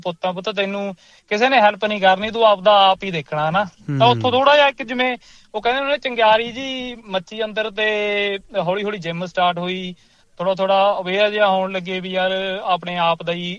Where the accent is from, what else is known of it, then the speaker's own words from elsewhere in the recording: Ludhiana district, Punjab, India; moved away as an adult; also born or lived in Canada; now in Melbourne, Australia; ਮੈਂ ਪੰਜਾਬ ਤੋਂ ਜੀ, ਲੁਧਿਆਣਾ ਡਿਸਟ੍ਰਿਕਟ ਤੋਂ, ਇੱਕ ਛੋਟਾ ਜਿਹਾ ਪਿੰਡ ਆ ਸੋਮਲਖੇੜੀ, ਰਾੜਾ ਸਾਹਿਬ ਤੇ ਮਲੇਰਕੋਟਲੇ ਦੇ ਕੋਲ ਪੈਂਦਾ ਇਹ, ਤੇ ਮੈਂ ਉੱਥੇ ਦਾ ਬੋਰਨ ਆ। ਮੇਰੀ ਸਾਰੀ ਸਟੱਡੀ ਇੰਡੀਆ ਦੀ ਹੈ